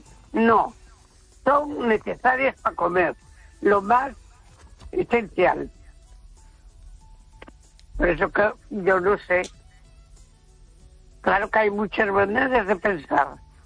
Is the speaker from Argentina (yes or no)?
no; A Coruña, Galicia, Spain; Buenas noches. … de Coruña.